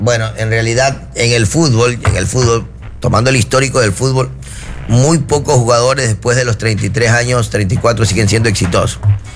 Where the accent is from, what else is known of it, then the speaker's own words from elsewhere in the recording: Ecuador; Verán, yo soy ecuatoriano, pero.